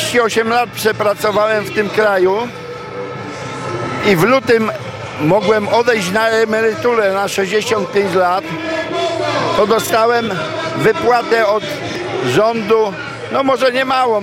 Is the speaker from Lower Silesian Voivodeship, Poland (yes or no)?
no; Zduńska Wola, Łódź Voivodeship, Poland; Ja ze Zduńskiej Woli przyjechałem, ale ogólnie z regionu łódzkiego.